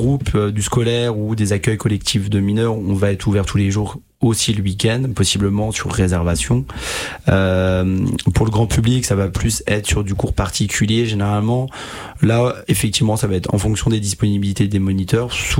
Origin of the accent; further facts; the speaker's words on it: Messein, Grand Est, France; je suis issu de Messin